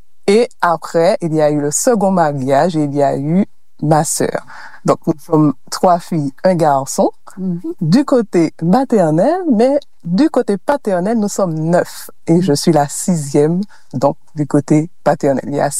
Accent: Le Robert, Martinique; Eh bien, j'ai grandi au Robert. Hein? Je suis née en Martinique.

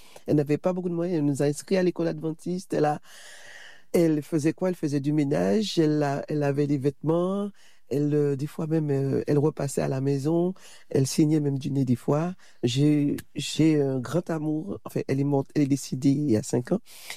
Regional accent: Fort-de-France, Martinique; je suis né à Fort-de-France, en Martinique. Je suis de parents martiniquais. J'ai grandi à Fort-de-France.

